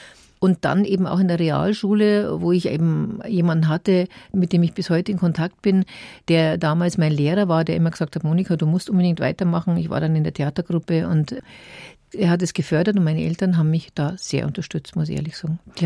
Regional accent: Munich, Bavaria, Germany; bis ich 10 Jahre alt habe ich sind wir in Schwabing aufgewachsen. Und dann sind wir Gott sei Dank nach Moosach gezogen, ans Ende der Welt. Damals, weil da war gar nichts, da war noch Oberwiesenfeld, da gab es kein Olympiagelände, gar nichts.

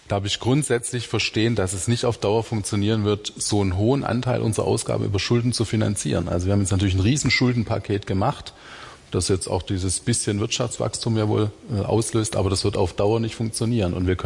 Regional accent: Ludwigsburg, Baden-Württemberg, Germany; ich komme aus Ludwigsburg.

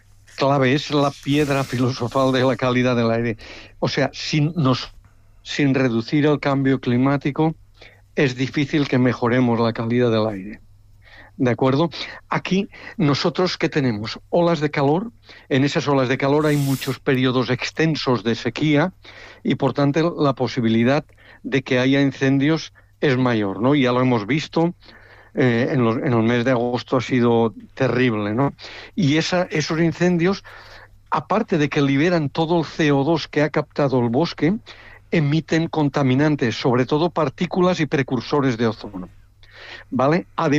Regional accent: Spain; en España vamos con un retraso importante respecto a muchos otros países aplicando medidas.

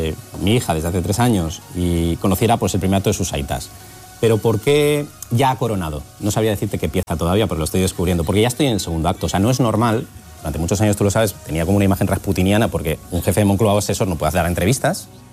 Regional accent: San Sebastián, Basque Country, Spain; como soy de Donosti

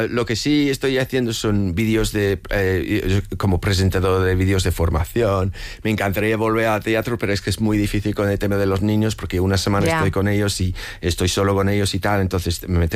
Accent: United Kingdom; born there; Spanish is a second language; moved away; me afinca mucho en mi país natal

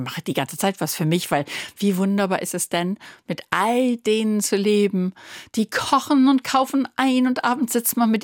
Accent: North Rhine-Westphalia, Germany; Und ich komme ja aus dem Ruhrgebiet, wo Minen auch eine allgegenwärtige Sache waren.

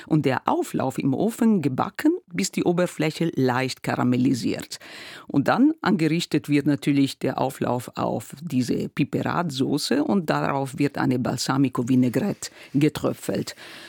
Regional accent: Emilia-Romagna, Italy; Und in der Region Marken heißt es dann Fricandò und in der Romagna, wo ich herkomme, Frigione.

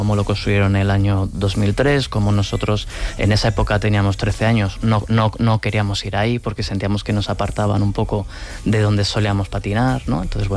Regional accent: Tudela, Navarre, Spain; mi ciudad natal, Tudela.

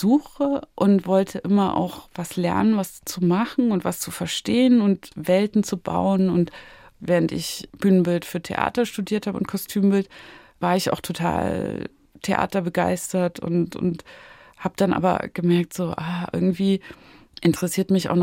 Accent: Saxony, Germany; also Sachsen oder da, wo ich aufgewachsen bin, Westsachsen, ist ja auch nah an der bayerischen Grenze, also Hof. Und da hat man eigentlich auch in dem kleinen Dorf, in dem ich aufgewachsen bin, so aus nächster Nähe gesehen

